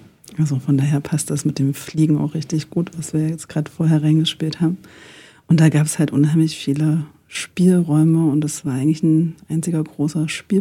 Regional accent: Jena, Thuringia, Germany; Ja, ich komme aus der Universitätsstadt Jena.

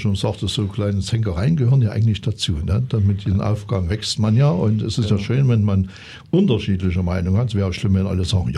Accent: Saxony, Germany

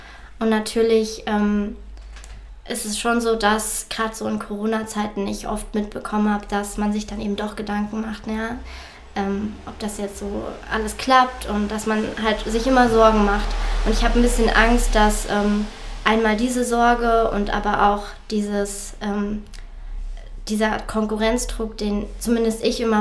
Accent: Jena, Thuringia, Germany; moved away as an adult; now in Leipzig, Germany; ich komme aus Jena und bin jetzt 20 Jahre alt. Ich habe in Jena mein Abitur gemacht, 2021, am christlichen Gymnasium. Und jetzt habe ich dieses Jahr in Leipzig angefangen zu studieren.

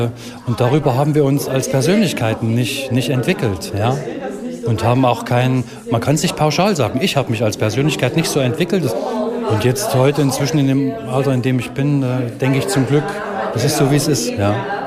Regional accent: East Germany, Germany; Ich habe die DDR-Prägung erfahren, 1971 geboren und in der DDR zur Schule gegangen.

